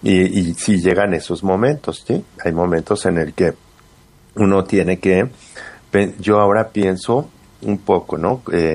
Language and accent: Spanish; Mexico; pero acá en América, en muchos países, sí que he visto que hay, incluso en mi país, en México, mucha superstición.